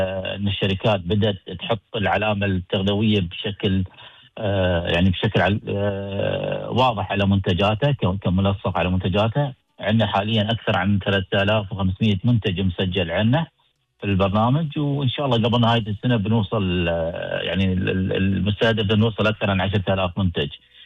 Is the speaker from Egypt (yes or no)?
no; Abu Dhabi, United Arab Emirates; عندنا في أبو ظبي